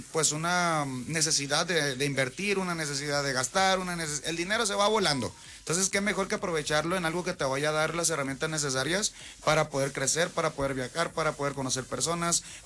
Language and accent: Spanish; Culiacán, Sinaloa, Mexico; moved away as an adult; now in San Luis Potosí, Mexico